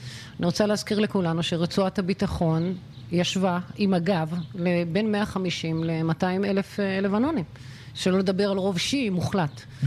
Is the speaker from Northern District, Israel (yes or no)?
yes; this valley, Northern District, Israel; כולנו פה גדלנו כאן בעמק הזה